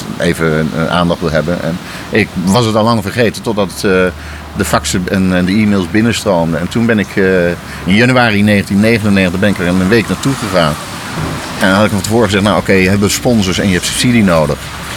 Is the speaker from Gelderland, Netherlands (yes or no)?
no; The Hague, South Holland, Netherlands; Ik ben in Den Haag geboren, ja. En ik heb hier op school gezeten, hier vlakbij. Ik heb hier op de Jacob Mosserstraat... Julaan van Stolberglaan gewoond.